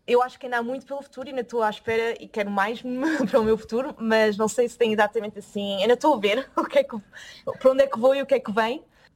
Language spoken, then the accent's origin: Portuguese; Lisbon, Portugal; moved away as an adult; Eu também sou de Lisboa e também fiz a minha formação em Lisboa até sair de Portugal, portanto sou bastante centrada lá em Lisboa.